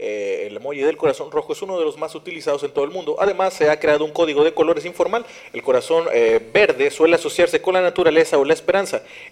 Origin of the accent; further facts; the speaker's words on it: Sinaloa, Mexico; No soy francés, soy sinaloense.